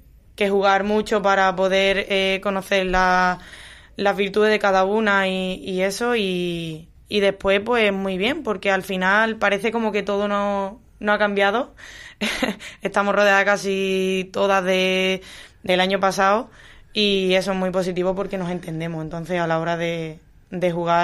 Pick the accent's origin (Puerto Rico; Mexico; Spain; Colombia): Spain; Seville, Andalusia; now in Valencia, Spain; Bueno, ya soy una valenciana más